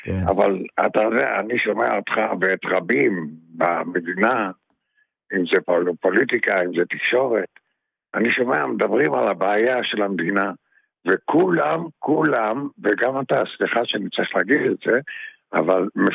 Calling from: Tiberias, Northern District, Israel; אני מאזור טבריה.

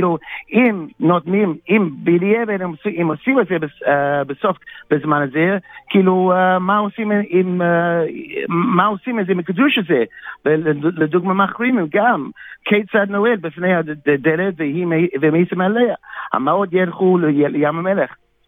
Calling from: Beit Shemesh, Jerusalem District, Israel; אני בבית שמש

